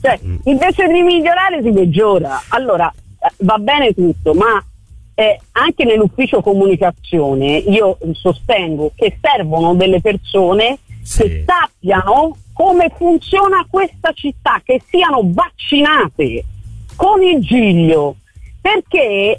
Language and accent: Italian; Florence, Tuscany, Italy; questo lo riconosco da fiorentina, siamo una città particolare